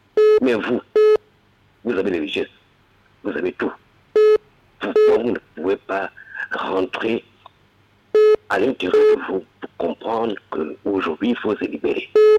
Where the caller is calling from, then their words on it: Gabon; je parle du Gabon parce que je suis Gabonais.